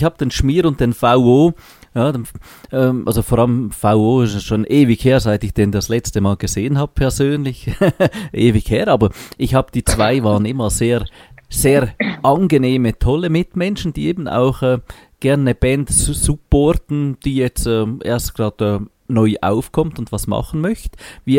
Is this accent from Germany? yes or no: no; Basel, Basel-Stadt, Switzerland; Ich komme ursprünglich aus Basel.